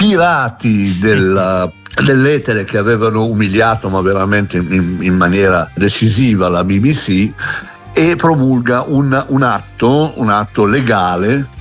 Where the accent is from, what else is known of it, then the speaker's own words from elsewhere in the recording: England, United Kingdom; io sono inglese